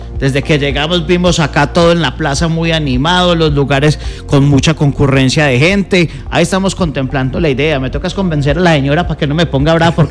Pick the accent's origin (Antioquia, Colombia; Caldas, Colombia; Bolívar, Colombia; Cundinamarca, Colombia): Caldas, Colombia; Manzanares; Yo me siento como en mi tierra, yo soy de Manzanares